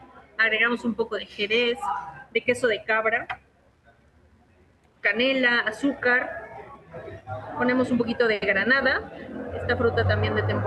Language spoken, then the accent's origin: Spanish; Puebla, Mexico; es un platillo que nos representa no solo como poblanos, sino también como mexicanos. Tenemos los tres colores de nuestra bandera.